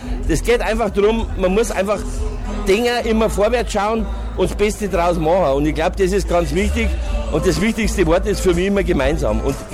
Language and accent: German; Bavaria, Germany; Ich bin also aufgewachsen, ich bin in Niederbayern im Verkehr geboren. Und das kriege ich nicht raus.